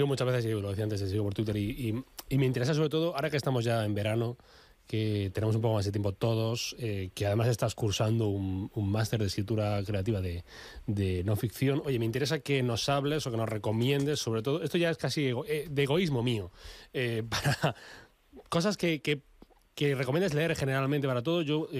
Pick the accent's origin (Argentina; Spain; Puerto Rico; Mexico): Spain; Granada, Andalusia